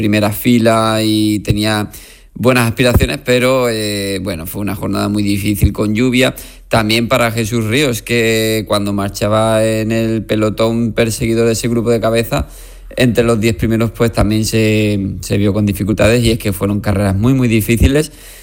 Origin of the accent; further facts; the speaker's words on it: Andalusia, Spain; un circuito que yo creo que nos viene muy bien a los andaluces